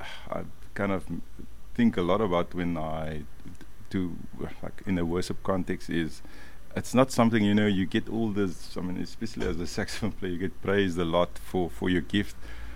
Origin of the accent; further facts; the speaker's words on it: Cape Town, Western Cape, South Africa; And then I'm originally from Atlantis in Cape Town. So we have like a cultural thing like called the Christmas bands.